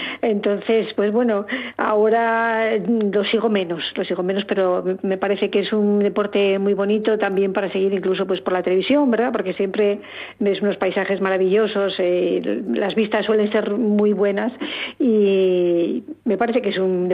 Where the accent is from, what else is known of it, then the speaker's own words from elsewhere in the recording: Asturias, Spain; Yo soy asturiana, estoy acostumbrada a esto.